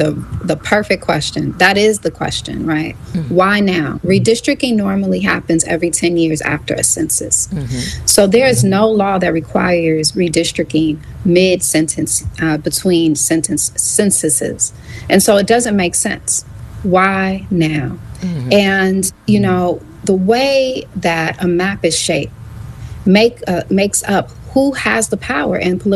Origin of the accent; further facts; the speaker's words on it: Jackson, Mississippi, United States; You know, I'm a Mississippian. I'm from Mississippi. I live in Mississippi. Jackson is my home.